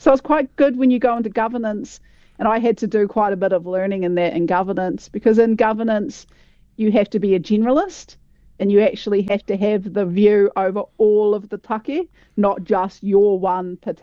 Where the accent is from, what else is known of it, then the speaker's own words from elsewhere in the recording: Mossburn, Southland, New Zealand; also born or lived in Milton, Otago; So I grew up in rural Southland in a place called Mossburn on the way to, which is the gateway to Fiordland.